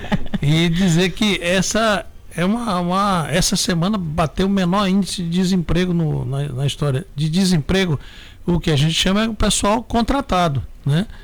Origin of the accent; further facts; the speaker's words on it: Itabuna, Bahia, Brazil; eu sou de Itabuna